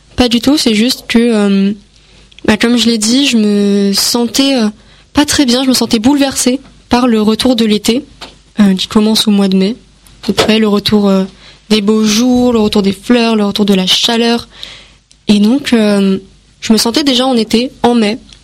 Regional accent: L'Isle-Adam, Île-de-France, France; also born or lived in Champagne; Je suis née à Lille-Adam.

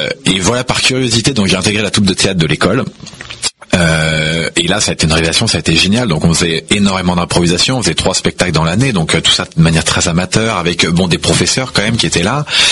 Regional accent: Meudon, Île-de-France, France; Alors moi je suis né à Meudon, donc dans le 92, j'ai toujours grandi en Île-de-France et j'ai toujours été en Île-de-France

